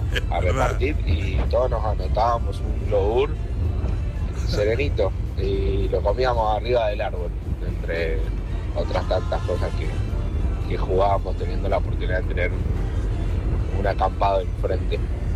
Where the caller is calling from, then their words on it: Mendoza, Argentina; Yo soy mendocino